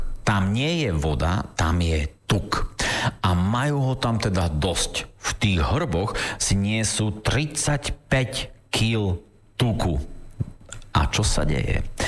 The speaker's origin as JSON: {"language": "Slovak", "region": "eastern Slovakia", "country": "Slovakia", "said": "Totižto u nás na východe sa hovorí, neviem, či aj u vás, milí Nitrania a milí Zvolenčania a ďalší, neviem, či aj u vás sa to hovorí, ale u nás sa tak hovorí, že všetko so všetkým skapčano."}